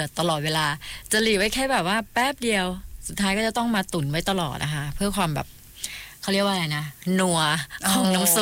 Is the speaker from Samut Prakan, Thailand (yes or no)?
no; Bangkok, Thailand; ส่วนตัวดิฉันเองเนี่ยมาจากกรุงเทพ